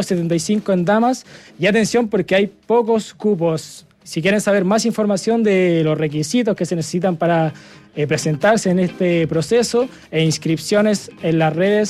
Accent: Temuco, Araucanía, Chile; Yo vengo de Temuco, Temuco igual, muy bonito.

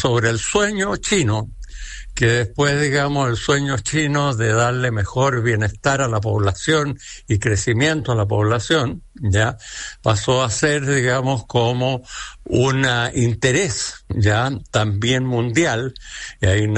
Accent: Chile

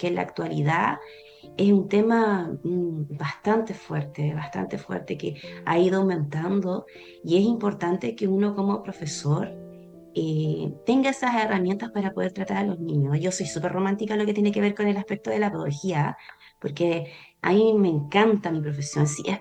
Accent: Santiago, Santiago Metropolitan Region, Chile; moved away as an adult; now in Chillán, Chile; Me vine a Chillán a estudiar porque soy de allá de Santiago. Me vine acá a la Universidad Adventista, bien que es una universidad confesional que está relacionada con la fe que yo profeso. Y ya llevo 15 años

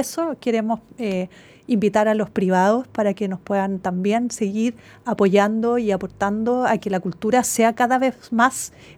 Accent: Chile; como buenos chilenos que somos, siempre miramos para afuera lo mejor y nunca somos capaces de reconocer lo bueno que tenemos en casa.

